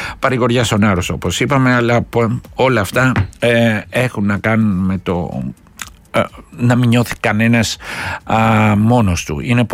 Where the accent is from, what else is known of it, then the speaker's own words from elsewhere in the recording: Vyronas, Attica, Greece; ως Βυρονιώτης και εγώ, με αγάπη ιδιαίτερη στην πόλη μου